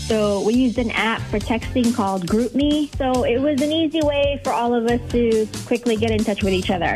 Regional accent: Sun Prairie, Wisconsin, United States; I'm from Sun Prairie.

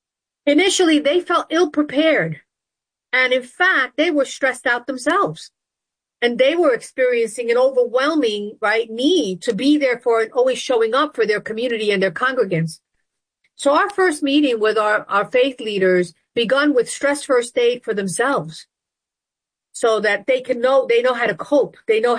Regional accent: Bronx, New York, United States; My father was a minister. His church was in Harlem. I grew up in the South Bronx. And we lived in the Bronx and commuted to church every day in Harlem.

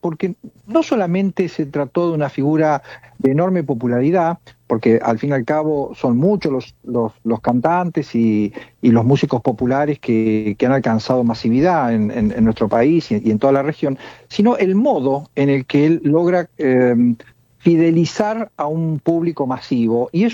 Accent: La Plata, Buenos Aires Province, Argentina; yo soy platense

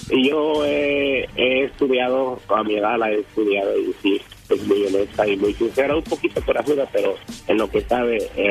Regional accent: El Salvador; No, soy salvadoreño.

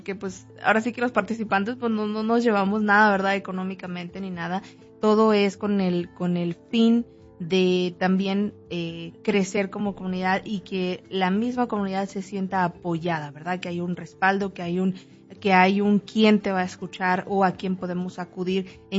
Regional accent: Mexico; moved away; yo soy de México y mis papás tenían una tienda de abarrotes cuando era yo pequeña.

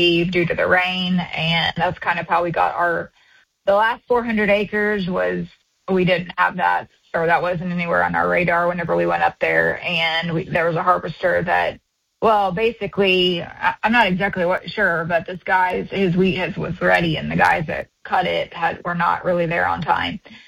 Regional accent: Sayre, Oklahoma, United States; We're from Western Oklahoma, Sayre, S-A-Y-R-E.

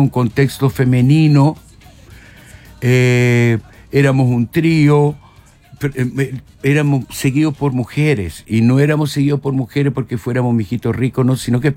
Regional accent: Italy; porque ya no quería que me dijeran extracomunitario, no me dolía que me dijeran sudaca. Yo crecí en Italia, mi adolescencia, entonces volver a Europa y encontrarme con una Europa que yo desconocía.

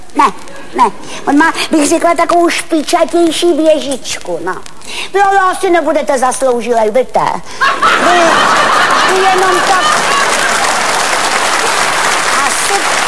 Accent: Prague, Czechia; Kdybyste mě potkal trošku upravenou, tak by vám bylo jasný, že jsem z Prahy.

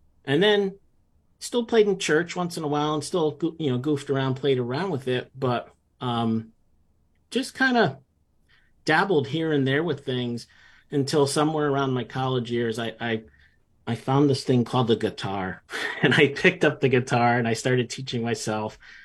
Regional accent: North Branford, Connecticut, United States; Yeah, I grew up in North Branford, which is in New Haven County on the shoreline in Connecticut. We spent a lot of time in New England.

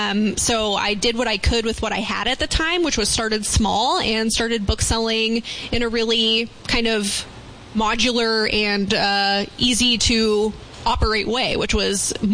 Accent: Yuma, Arizona, United States; And I'm from Yuma. I'm a nerd. I'm a reader.

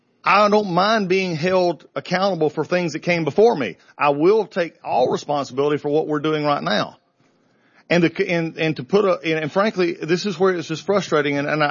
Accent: Augusta, Georgia, United States; Nobody's more upset about Augusta than me. It's my hometown. It's my home area.

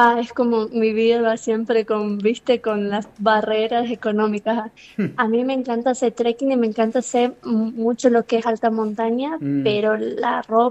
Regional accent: Misiones, Argentina; moved away as an adult; now in Mendoza, Argentina; Salí de Misiones porque allá la parte de investigación de neurociencia y biomédica no está avanzada, entonces quería buscar una buena ciencia, por eso me vine a Mendoza.

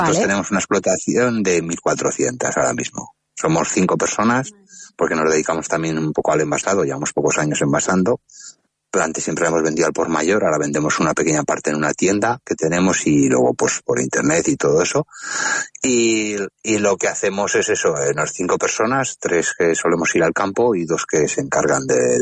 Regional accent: Molina de Aragón, Castilla-La Mancha, Spain; soy de Molina de Aragón.

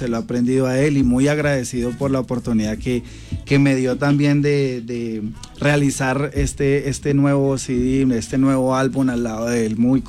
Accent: Bogotá, Colombia; now in Medellín, Colombia; Sí, no, yo nací en Bogotá, nacido y criado. Ahorita ya llevo 6 años también viviendo en Medellín, contento con la tierra antioqueña que también me recibió de una forma muy hermosa.

